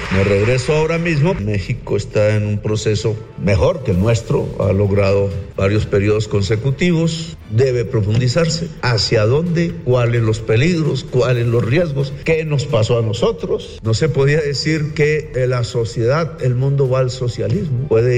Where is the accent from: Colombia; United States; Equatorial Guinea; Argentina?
Colombia